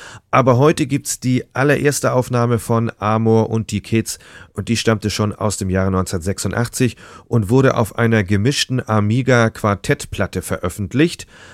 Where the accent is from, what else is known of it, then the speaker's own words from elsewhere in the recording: West Germany, Germany; Ich bin doch Wessi.